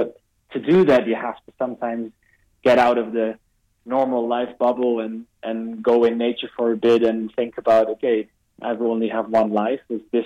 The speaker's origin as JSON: {"language": "English", "country": "Netherlands", "said": "Yes. I'm from the Netherlands."}